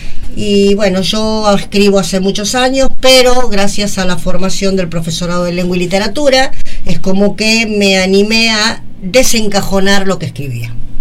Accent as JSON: {"language": "Spanish", "town": "Virrey del Pino", "region": "Buenos Aires Province", "country": "Argentina", "said": "soy de La Matanza, de Virrey del Pino, soy escritora, soy docente"}